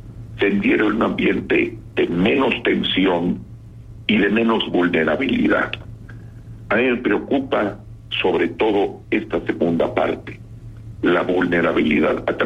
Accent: Mexico; Nuestro destino como mexicanos, como mexicanas, está ligado a los Estados Unidos

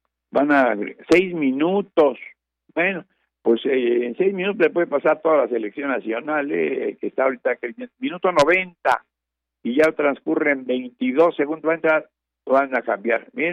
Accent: Mexico; como mexicanos nos puede, yo lo soy

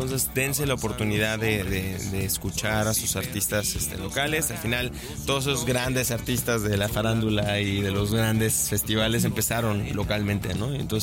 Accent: Xalapa, Veracruz, Mexico; born there; also born or lived in Mexico City; yo soy nacido en CDMX, pero adoptado jalapeño. Los 8 años.

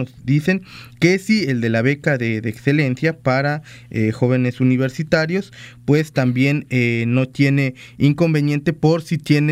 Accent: Coxquihui, Veracruz, Mexico; Ellos son originarios allá del municipio de Coxquiwi, sí, mi tierra natal

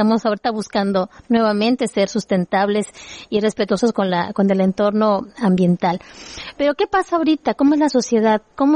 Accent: Campeche, Mexico; Y crecí en Santana.

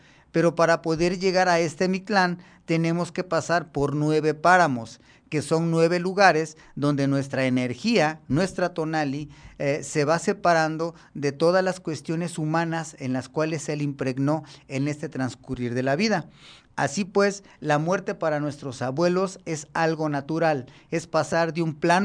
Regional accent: Mexico; para que nosotros como mexicanos analicemos la parte fundamental de nuestra historia

